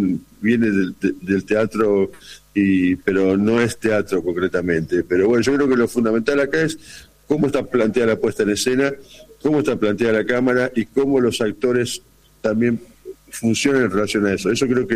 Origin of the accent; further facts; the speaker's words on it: Santa Fe, Argentina; Claro, somos provincianos, pero no nos asumimos como provincianos. Ningún rosario dice soy santafesino, y somos de Santa Fe.